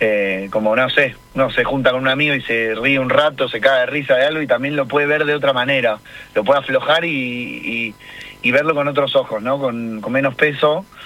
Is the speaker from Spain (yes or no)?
no; Argentina; nosotros somos argentinos